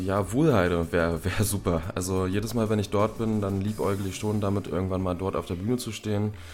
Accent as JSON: {"language": "German", "town": "Magdeburg", "region": "Saxony-Anhalt", "country": "Germany", "tie": "born or raised there", "said": "ich bin 27 Jahre alt, geboren und aufgewachsen in Magdeburg."}